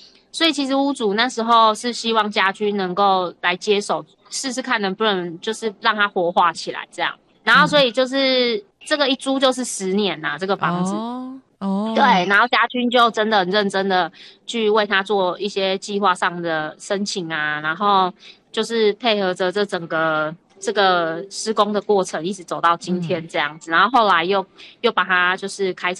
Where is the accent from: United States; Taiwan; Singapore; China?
Taiwan; 那其实它其实就只有真的我们台湾人才懂。